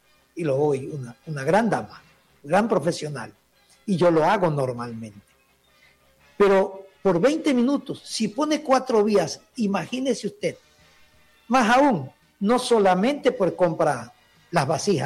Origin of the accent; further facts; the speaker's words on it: Ecuador; Pido como ecuatoriano que se hagan la forma más correcta.